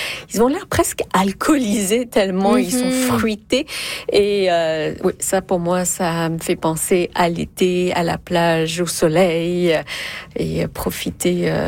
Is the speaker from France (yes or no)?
yes; France; born there; moved away